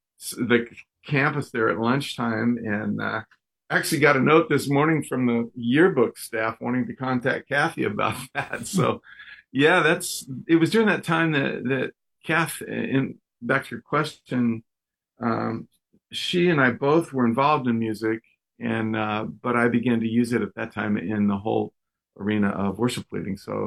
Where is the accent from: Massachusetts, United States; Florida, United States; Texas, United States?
Texas, United States; born there; moved away; also born or lived in Hawaii; I was born in Texas.